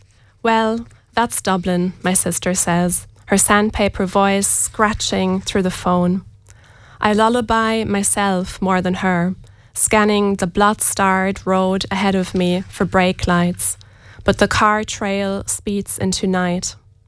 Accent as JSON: {"language": "English", "country": "Germany", "tie": "born or raised there", "also_born_or_lived": "Ballinamuckie, Ireland", "moved": "as an adult", "lives_now": "Galway, Ireland", "said": "I was born and raised in Germany, and then I moved to Ireland in 2019, and I was living in Ballinamuckie for years, and so I feel very connected to Mayo."}